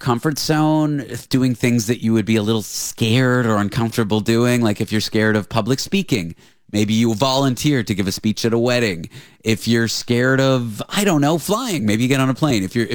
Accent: Canada; My girlfriend's American. I'm Canadian.

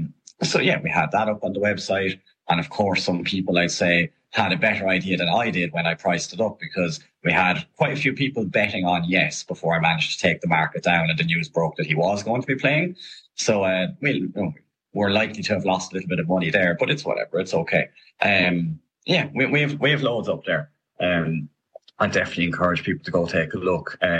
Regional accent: Ireland; being an Irishman.

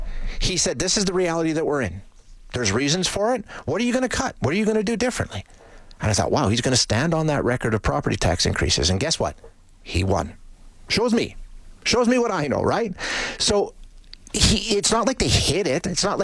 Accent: Edmonton, Alberta, Canada; also born or lived in Calgary; I lived in Calgary for a few years when I was, you know, in the early days of my career. But I grew up in Edmonton Gold Bar. I live in Edmonton Gold Bar now.

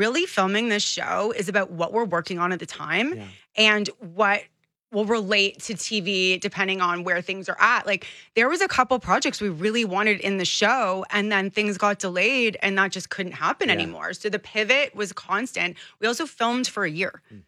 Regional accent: Toronto, Ontario, Canada; Growing up in Toronto, our weather is so extreme.

